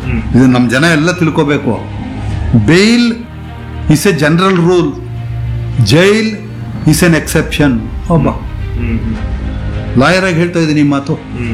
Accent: Mysore, Karnataka, India; ನಾನು ಮೈಸೂರು ಹುಟ್ಟಿದ್ರಿಂದ 1ನೇ ಕ್ಲಾಸ್ ಓದಿದ್ದು ಮೈಸೂರು, ಈ ವಯಸ್ಸಲ್ಲಿ ನಾನು ಮೈಸೂರಲ್ಲಿದ್ದೀನಿ.

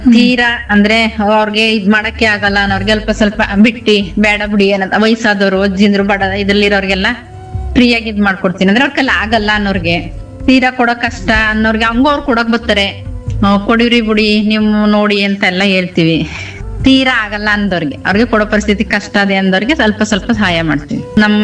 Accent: Kallahalli, Karnataka, India; ನಾವು ಕಲ್ಲಳ್ಳಿ, ಹುಣಸೂರಿಂದ 25 ಕಿಲೋಮೀಟ್ರು ಬರ್ಬೇಕ ಕಲ್ಲಳ್ಳಿ ಅಂತ ಒಂದು ಹಳ್ಳಿ.

